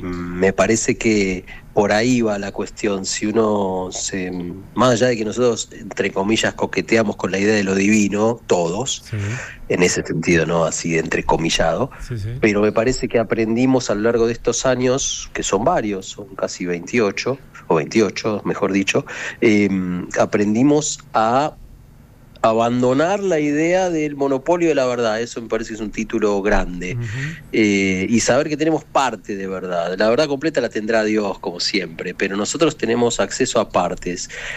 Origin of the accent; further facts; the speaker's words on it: Argentina; todos como argentinos